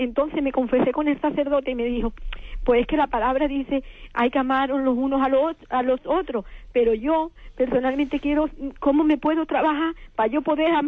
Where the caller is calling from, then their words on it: Málaga, Andalusia, Spain; de Málaga.